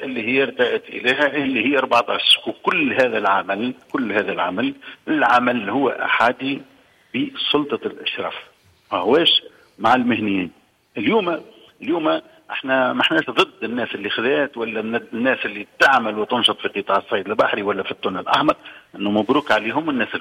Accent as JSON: {"language": "Arabic", "country": "Tunisia", "said": "احنا ماذا بينا كبلادنا كتونس"}